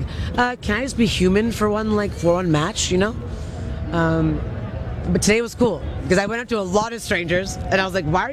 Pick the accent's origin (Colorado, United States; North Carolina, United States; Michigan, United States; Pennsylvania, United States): Michigan, United States; I grew up in Michigan, but I'll say this.